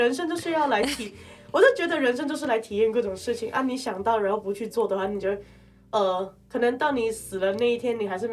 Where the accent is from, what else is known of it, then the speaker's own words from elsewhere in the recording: Hong Kong; now in Taiwan; 因为我是香港人嘛